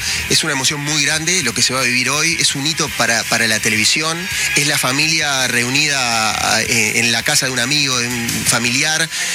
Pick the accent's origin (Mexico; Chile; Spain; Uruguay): Uruguay; pero en este somos uruguayos.